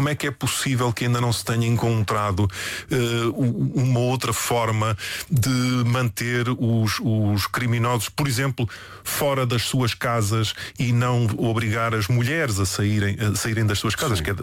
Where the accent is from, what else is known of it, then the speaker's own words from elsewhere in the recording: Porto, Norte, Portugal; now in Lisbon, Portugal; Passei a minha vida toda a ser identificado em Lisboa como alguém que nota-se perfeitamente que és do Porto.